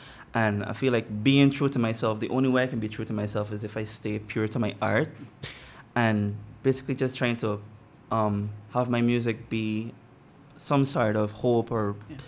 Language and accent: English; Agricola, Demerara-Mahaica, Guyana; born there; also born or lived in Diamond, Guyana; Yeah, I grew up in Agricola. Uh-huh. Yeah, very small, and then like around 10, I moved to Hurstellin